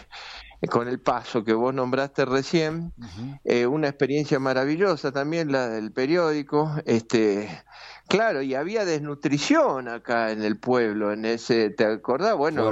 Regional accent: Buenos Aires, Argentina; moved away as an adult; also born or lived in Misiones; siendo un porteño

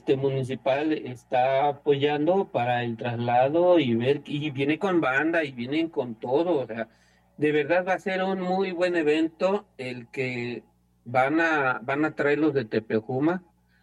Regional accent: Mexico

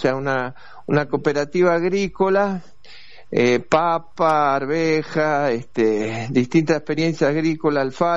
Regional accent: Buenos Aires, Argentina; siendo un porteño, vamos a decir así, era una materia

